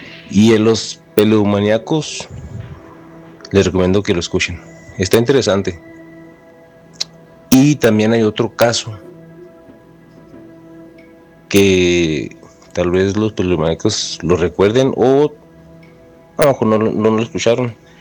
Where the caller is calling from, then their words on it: Chihuahua, Mexico; Les habla su amigo y servidor … desde la ciudad de Chihuahua, desde Chihuahua capital.